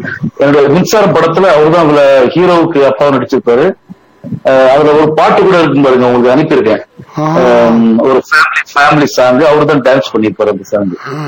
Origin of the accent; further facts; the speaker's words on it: Valliyur, Tamil Nadu, India; now in Chennai, India; இல்ல, என்னுடைய சொந்த ஊர் வந்து திருநெல்வேலி.